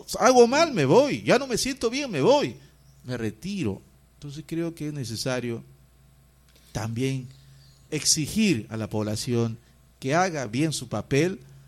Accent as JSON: {"language": "Spanish", "town": "Rioja", "region": "San Martín", "country": "Peru", "lives_now": "Tocache, Peru", "said": "Yo soy de Rioja, pero cuando voy a Rioja no conozco a nadie, ¿no? En cambio acá sí, a lo menos nos saludan, ¿no?"}